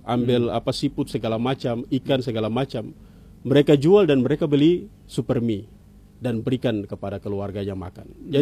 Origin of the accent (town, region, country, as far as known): Maluku, Indonesia